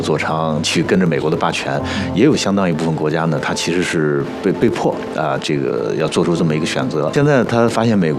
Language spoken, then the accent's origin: Chinese; China; 作为我们中国人的立场啊，我们觉得要独立自主，对吧？